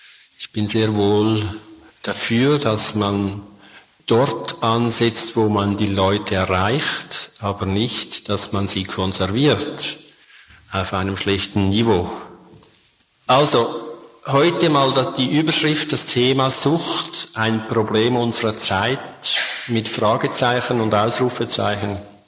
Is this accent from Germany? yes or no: no; Switzerland; accent: Swiss; Ich komme aus der Schweiz, wie Sie wahrscheinlich schon bei den ersten Worten hören, und bitte um Entschuldigung für mein Hochdeutsch.